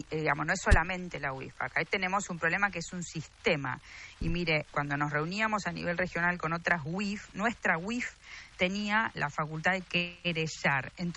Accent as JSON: {"language": "Spanish", "country": "Argentina"}